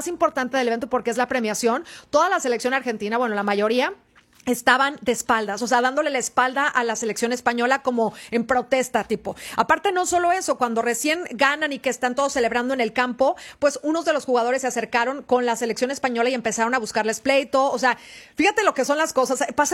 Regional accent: Mexico; los mexicanos siempre seremos los mejores anfitriones

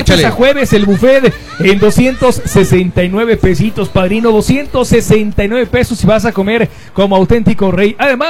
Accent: Mexico

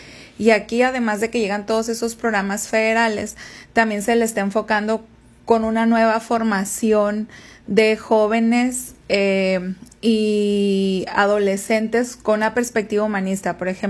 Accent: Sinaloa, Mexico

